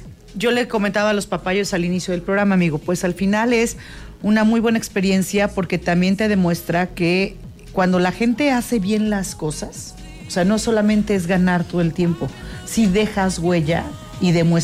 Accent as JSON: {"language": "Spanish", "country": "Mexico", "said": "Somos los mexicanos importantes."}